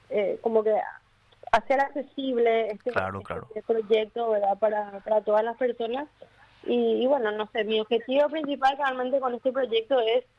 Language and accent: Spanish; Paraguay